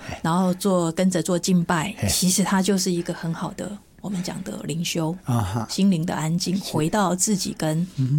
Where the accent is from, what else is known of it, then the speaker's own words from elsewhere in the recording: Taiwan; 我们台湾人有一种想法